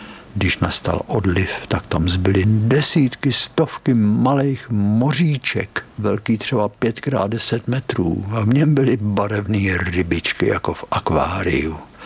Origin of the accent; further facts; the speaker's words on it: Pavlíkov, Central Bohemian Region, Czechia; Když se Ota, se kterým jsem prožil dětství v Pavlíkově, s námi na letišti v Brisbane loučil